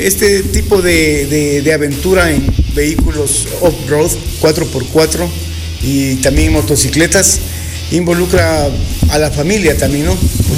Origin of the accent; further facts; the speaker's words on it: Zamora, Zamora-Chinchipe, Ecuador; somos de aquí de Zamora